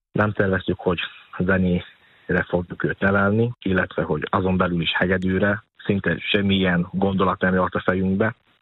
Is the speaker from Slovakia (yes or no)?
yes; Banská Bystrica Region, Slovakia; Egyébként apukám is énekes volt. Gömörben, félvidéken, zenész családból származom.